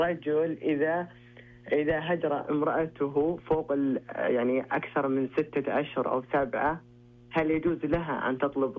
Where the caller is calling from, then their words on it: Dammam, Eastern Province, Saudi Arabia; من منطقة الدمام.